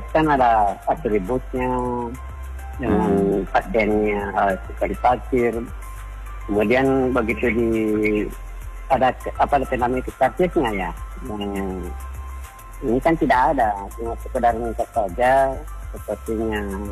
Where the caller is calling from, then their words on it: Limboto, Gorontalo, Indonesia; Ini dari Pak Muiz yang di Limboto.